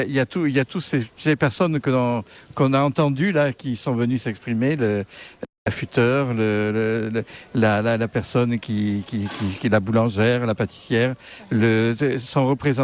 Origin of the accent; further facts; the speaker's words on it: Montpellier, Occitanie, France; also born or lived in Lyon / Bamako, Mali; Moi, je suis de Montpellier, j'ai grandi à Montpellier, la faculté à Montpellier, puis ensuite Lyon pour la faculté de théologie.